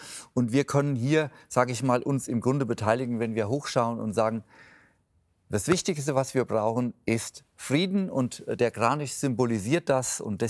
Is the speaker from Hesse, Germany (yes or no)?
yes; Büttelborn, Hesse, Germany; das sind ein typisches Übernachtungsgebiet, Bruchwiesen bei Büttelborn, das ist direkt meine Heimat.